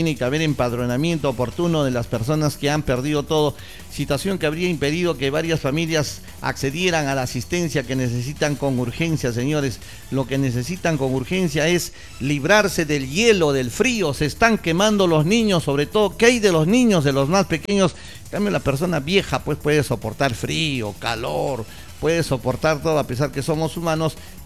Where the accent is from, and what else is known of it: Peru